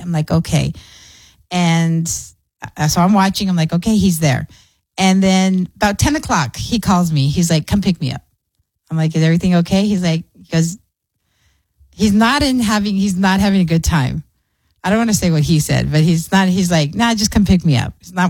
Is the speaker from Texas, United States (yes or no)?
yes; Clint, Texas, United States; your mom did that growing up in Clint.